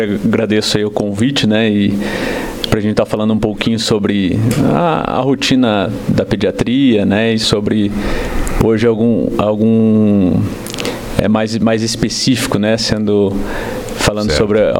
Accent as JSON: {"language": "Portuguese", "region": "Paraná", "country": "Brazil", "said": "eu sou do interior do Paraná, e aqui também sendo interior"}